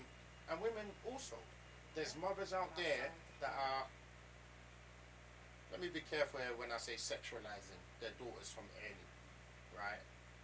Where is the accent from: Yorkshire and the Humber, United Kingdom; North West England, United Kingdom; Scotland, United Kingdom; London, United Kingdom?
London, United Kingdom; I grew up in Peckham. I grew up around poor people.